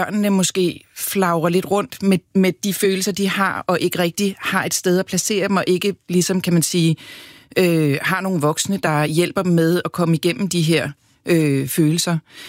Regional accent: Copenhagen, Capital Region of Denmark, Denmark; Ja, altså jeg er opvokset i et miljø på, jeg er opvokset på Christianshavn, hvor, kan man sige, den venstrefløj jo især også holdt til.

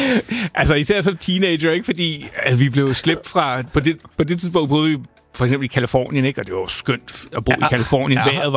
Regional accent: Hellerup, Capital Region of Denmark, Denmark; also born or lived in Copenhagen; Ja, altså i Hellerup, Gentofte område.

